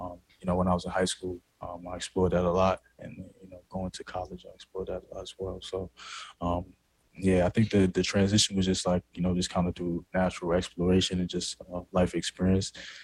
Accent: New York, United States; born there; now in Brooklyn, United States; I'm a poet, I'm a songwriter. I was born in Harlem to two parents from originally from Bamako, Mali, West Africa.

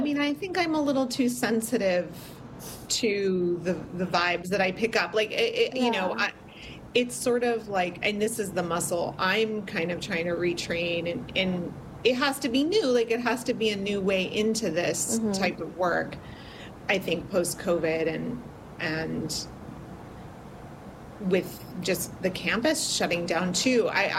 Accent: California, United States; moved away; also born or lived in New York; I grew up in rural California, like a mountain in the foothills of the Sierras in California.

